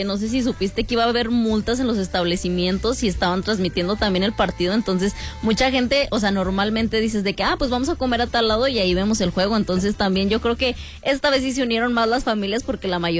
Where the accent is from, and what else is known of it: Mexico